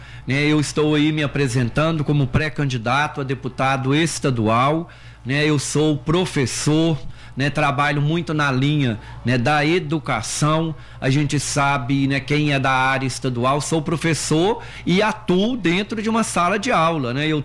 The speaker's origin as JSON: {"language": "Portuguese", "town": "Pompéu", "region": "Minas Gerais", "country": "Brazil", "said": "Eu sou aqui de Pompéu"}